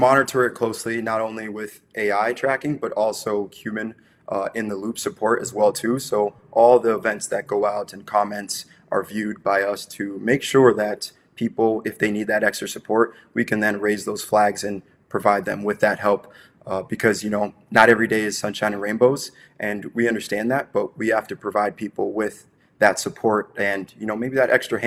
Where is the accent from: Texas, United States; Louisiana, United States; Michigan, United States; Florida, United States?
Florida, United States; Miami; also born or lived in Wisconsin; being born and raised in Miami, but then making my way to Wisconsin for college